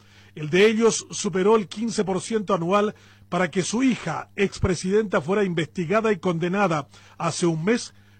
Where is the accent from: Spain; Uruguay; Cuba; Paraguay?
Paraguay; Somos unos inútiles como paraguayos.